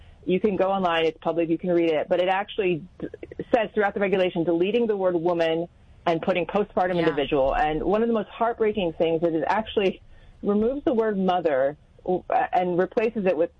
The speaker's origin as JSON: {"language": "English", "region": "Pennsylvania", "country": "United States", "tie": "born or raised there", "said": "as a mother, as a woman, as a someone who was born and bred in Pennsylvania."}